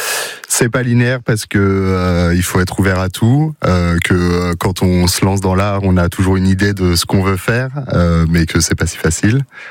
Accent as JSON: {"language": "French", "region": "Brittany", "country": "France", "moved": "as an adult", "lives_now": "Ciboure, France", "said": "Moi, on entend que je suis pas vraiment basque, je suis breton. Je suis arrivé ici en même temps que Pauline il y a 17 ans maintenant"}